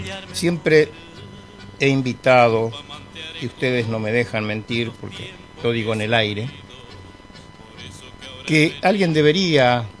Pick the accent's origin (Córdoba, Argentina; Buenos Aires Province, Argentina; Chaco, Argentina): Chaco, Argentina; Presidencia de la Plaza; Y mi madre también, de Ensenada, mi padre de Empedrado. Y yo de Presidencia de la Plaza, la capital del chicharrón, hincha de Sportivo, ex jugador de Sportivo Plaza.